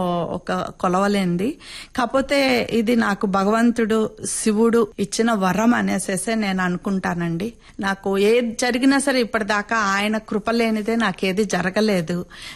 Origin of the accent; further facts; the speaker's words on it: Kuchipudi, Andhra Pradesh, India; District Kuchipudi village కి దగ్గరలో మా అమ్మమ్మ తాతయ్య గారు ఉండేవాళ్ళు. వాళ్ళ దగ్గర చిన్నప్పటి నుంచి నేను పెరిగాను.